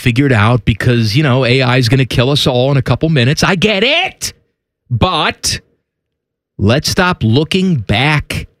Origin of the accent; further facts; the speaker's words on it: Chicago, Illinois, United States; now in Columbus, United States; A lot of people ask how I was, you know, born and raised in Chicago and didn't grow up a Blackhawk fan.